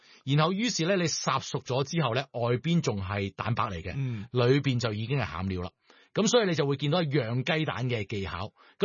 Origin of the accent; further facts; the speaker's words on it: Guangdong, China; 我哋广东人呢係会叫一啲蛋呢就叫春。